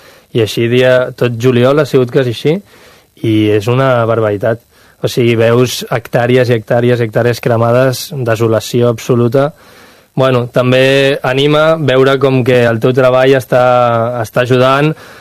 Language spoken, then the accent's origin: Catalan; Gavà, Catalonia, Spain; jo soc del Parc de Gavà, i aquell el vam pillar fort